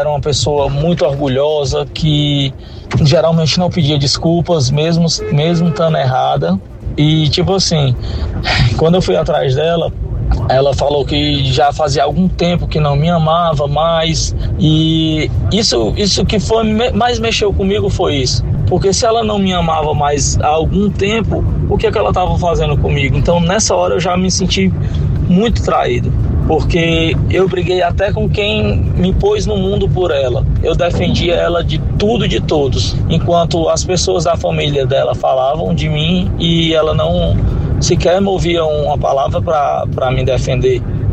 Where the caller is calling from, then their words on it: Fortaleza, Ceará, Brazil; Aqui quem tá falando é … falo de Fortaleza, Ceará.